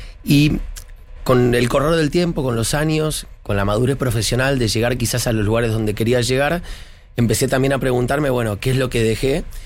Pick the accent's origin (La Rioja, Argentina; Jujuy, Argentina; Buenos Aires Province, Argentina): Buenos Aires Province, Argentina; Adrogué; moved away; Yo soy de Adrogué, provincia de Buenos Aires.